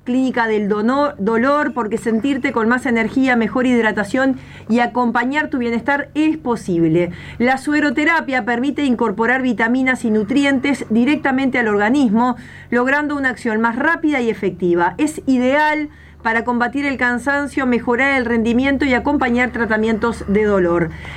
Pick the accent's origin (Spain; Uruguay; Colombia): Uruguay